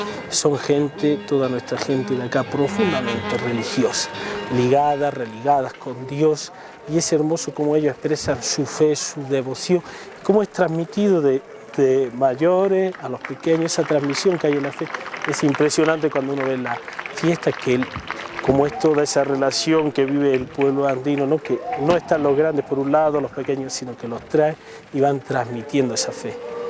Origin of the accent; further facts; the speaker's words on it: Almería, Andalusia, Spain; moved away; Soy oriundo de Andalucía, Almería.